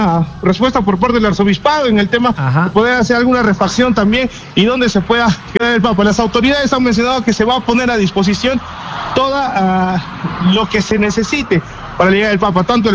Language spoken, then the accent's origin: Spanish; Cusco, Peru; ¿Qué expectativas como cusqueños nosotros tenemos?